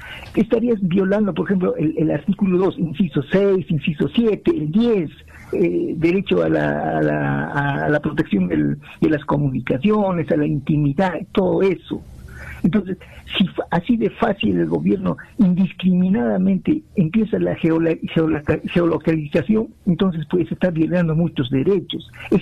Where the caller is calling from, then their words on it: Juliaca, Puno, Peru; de Juliaca